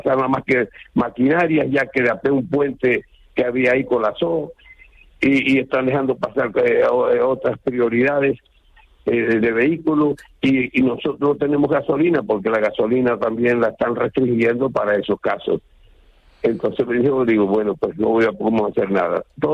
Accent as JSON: {"language": "Spanish", "region": "Canary Islands", "country": "Spain", "moved": "yes", "lives_now": "Venezuela", "said": "así como nosotros vinimos aquí a Venezuela de Canarias también."}